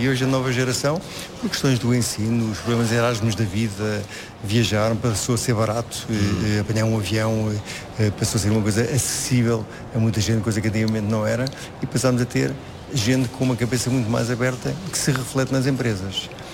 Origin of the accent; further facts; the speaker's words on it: Portugal; é a qualidade humana e profissional dos portugueses, que é, falando em inglês, second to none, portanto é claramente das melhores. E o segundo é o compromisso que nós conseguimos ter